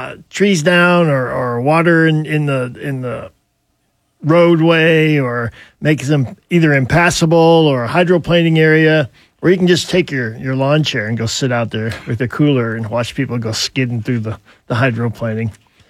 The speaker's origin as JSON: {"language": "English", "town": "Conyers", "region": "Georgia", "country": "United States", "said": "Well, I'm from Conyers, so it's a big city to me."}